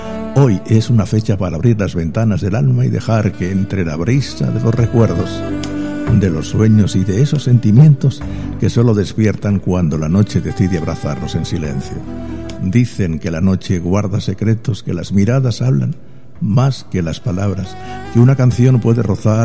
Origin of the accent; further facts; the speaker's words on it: Cartagena, Region of Murcia, Spain; Buenas noches, cartageneros. Mi tierra.